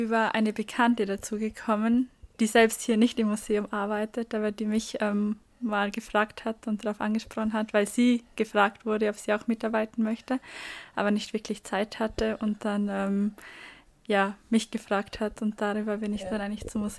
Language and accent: German; Sibratsgfäll, Vorarlberg, Austria; moved away as an adult; now in Sweden; nein, ich komme eigentlich aus Siebratsgfäll, aus dem Nachbardorf. Ich bin aber schon in Hittisau in die Schule gegangen